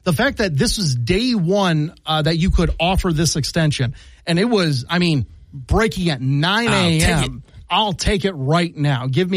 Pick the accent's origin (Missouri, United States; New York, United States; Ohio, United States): Ohio, United States; growing up in Northeast Ohio